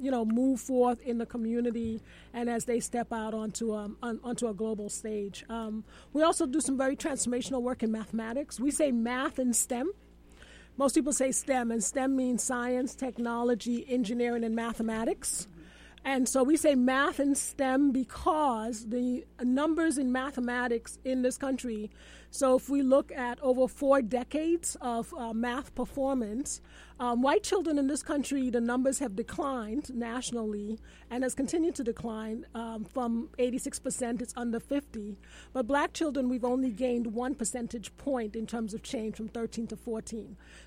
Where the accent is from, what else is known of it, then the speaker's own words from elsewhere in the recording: New York City, New York, United States; I am from Harlem. I grew up on Sugar Hill on 143rd Street.